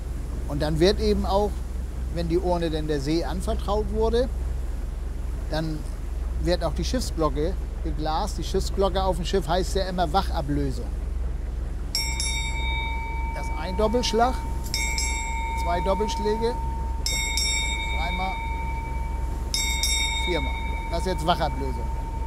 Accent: Hooge, Schleswig-Holstein, Germany; Ich bin am Wallihoge aufgewachsen, da drüben ja. Die einzelnen Warften können wir da sehen.

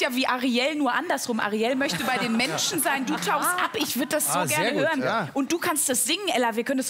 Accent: North Rhine-Westphalia, Germany; Also ich muss sagen, ich bin ja aus dem Ruhrgebiet und meine Großmutter ist auch aus dem Ruhrgebiet.

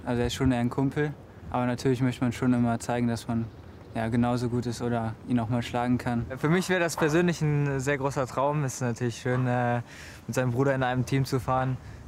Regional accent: Cologne, North Rhine-Westphalia, Germany; Ich denke, das kann man als Kölner fast schon mit einer Tour de France-Etappe gleichstellen.

